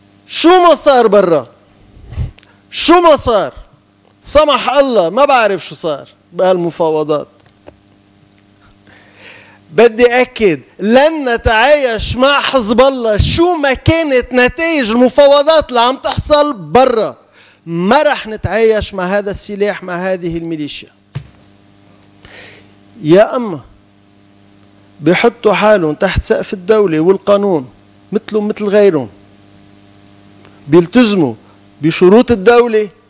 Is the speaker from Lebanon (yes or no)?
yes; Lebanon; بس احنا كلبنانيين من كل الطوائف غير مستعدين يعيشوا رهينة حزب الله بعد اليوم.